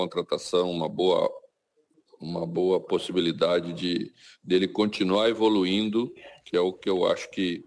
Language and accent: Portuguese; Brazil; Nós mesmos, como brasileiros